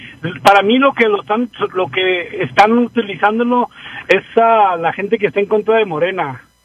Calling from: Mexico; como mexicanos

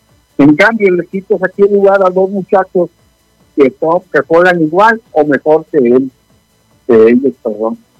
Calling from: Mexico; habiendo tantos 130 millones de mexicanos aquí

